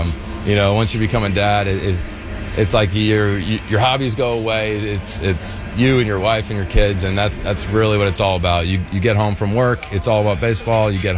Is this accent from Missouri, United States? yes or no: no; New York, United States; growing up in New York, living through 9/11